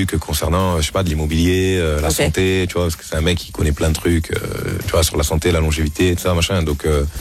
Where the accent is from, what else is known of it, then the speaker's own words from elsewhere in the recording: Marseille, Provence-Alpes-Côte d'Azur, France; now in Miami, United States; Qui savent pas que je viens de Marseille, que j'ai grandi à Marseille, etc.